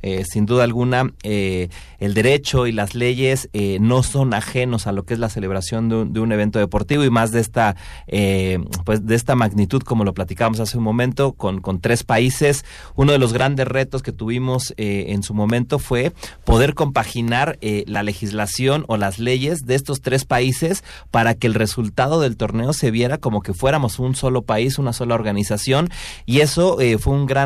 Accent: Mexico; como mexicanos el poder representar a nuestro país

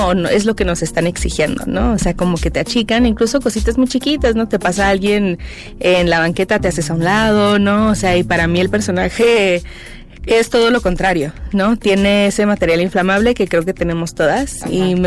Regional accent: Mazatlán, Sinaloa, Mexico; Igual también creciendo en Mazatlán, tuve una experiencia mazatleca, ¿no?

